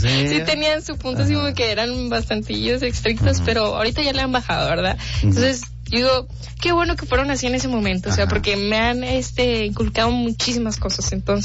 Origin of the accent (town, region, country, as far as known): Mexico